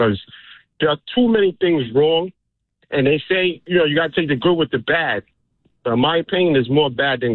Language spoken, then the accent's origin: English; Rhode Island, United States; I mean, I'm happy to be an American, born and raised here, specifically born and raised in Rhode Island.